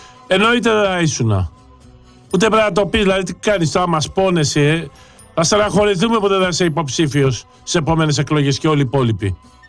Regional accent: Greece

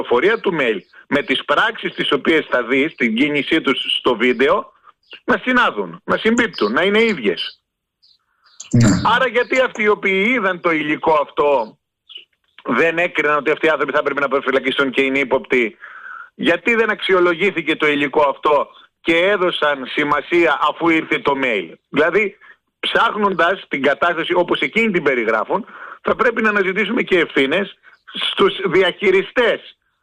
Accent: Greece

